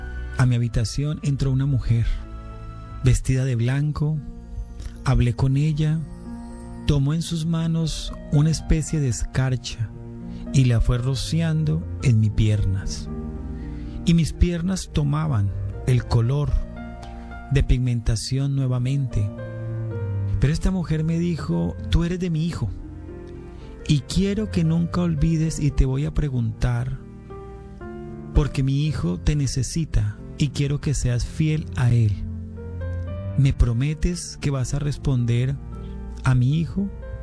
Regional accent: Cali, Valle del Cauca, Colombia; born there; Nací en Cali Valle, Colombia, hijo de una adolescente de 14 años, mi madre, y un adolescente de 19 años, mi padre. Ellos oriundos de un departamento

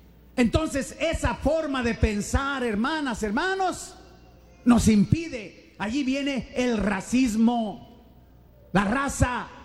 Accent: Mexico; now in United States; Eso no quiere decir que voy a dejar de ser mexicano.

